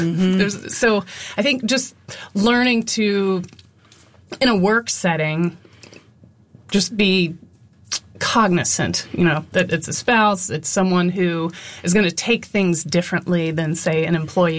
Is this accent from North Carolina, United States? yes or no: yes; North Carolina, United States; I grew up in North Carolina. And I, when I'm playing her, I'm really trying to be around my family that's from King, North Carolina, which is not a cosmopolitan area.